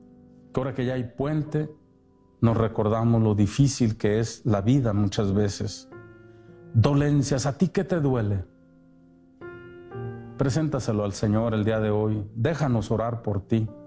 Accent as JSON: {"language": "Spanish", "town": "Zapotitlán de Vadillo", "region": "Jalisco", "country": "Mexico", "tie": "born or raised there", "moved": "yes", "said": "Yo me recuerdo allá en mi pueblo cuando tenía que caminar de las barrancas de Zapotitlán de Vadillo a Tolimán."}